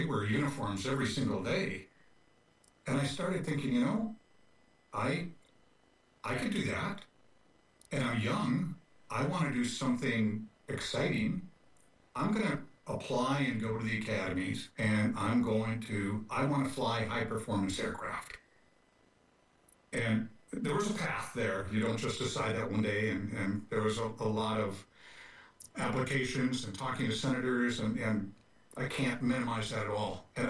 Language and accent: English; Fridley, Minnesota, United States; I actually grew up in Fridley, Minnesota, a little suburb of Minneapolis.